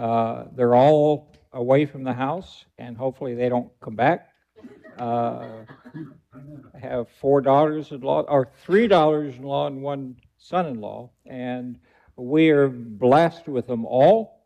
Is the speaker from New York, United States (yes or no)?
no; Albuquerque, New Mexico, United States; also born or lived in Denver, Colorado / California; I was born in Denver, Colorado, and I was there long enough to be hatched. Then my parents went to California for a few years. Then they came back to New Mexico. New Mexico was where, in Albuquerque, where I went